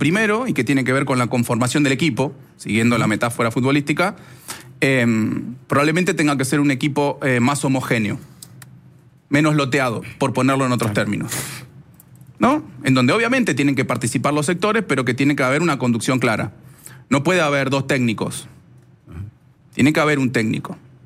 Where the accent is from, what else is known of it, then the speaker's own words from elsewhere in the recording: Quilmes, Buenos Aires Province, Argentina; Yo soy de Quilmes.